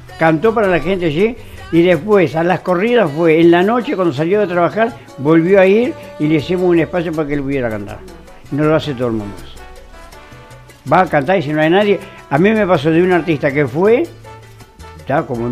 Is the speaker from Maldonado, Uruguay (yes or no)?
yes; Maldonado, Uruguay; mira que somos de Maldonado.